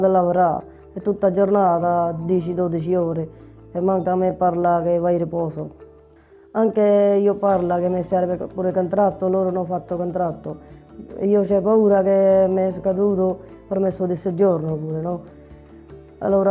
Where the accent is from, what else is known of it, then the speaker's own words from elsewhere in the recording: India; Italian is a second language; moved away as an adult; now in Italy; io sono un indiano